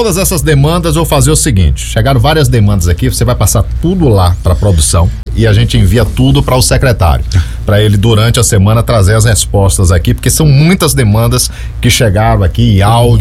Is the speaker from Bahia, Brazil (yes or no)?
yes; Carinhanha, Bahia, Brazil; Sou do município de Carinhanha e fui muito bem atendida aí em Serra do Ramalho.